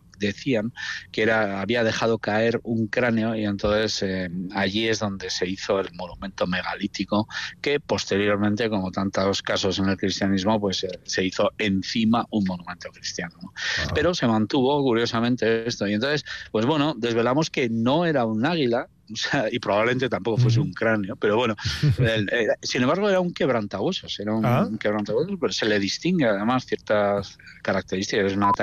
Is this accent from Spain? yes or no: yes; Navarre, Spain; Yo soy navarro